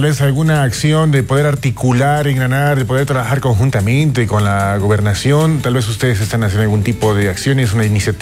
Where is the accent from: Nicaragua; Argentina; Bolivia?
Bolivia; nosotros como bolivianos, me incluyo